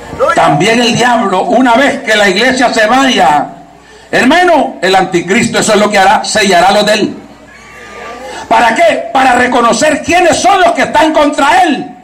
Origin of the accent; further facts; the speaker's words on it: El Salvador; allá sale que … que soy del Salvador.